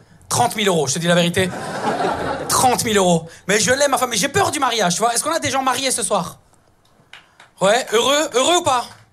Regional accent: Italy; je suis italien, hyper romantique

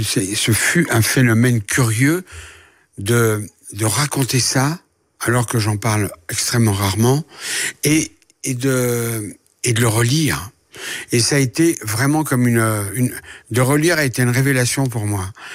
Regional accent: France; born there

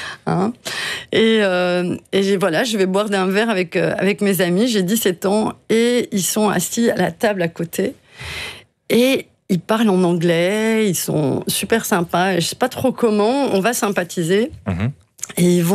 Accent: Brussels, Brussels-Capital Region, Belgium; Moi, je viens de Kokkelberg et Molenbeek.

